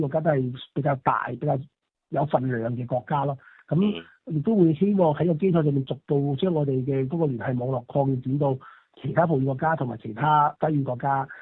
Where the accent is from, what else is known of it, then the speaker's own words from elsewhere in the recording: China; 變成更加適合我哋中國人嘅一啲模式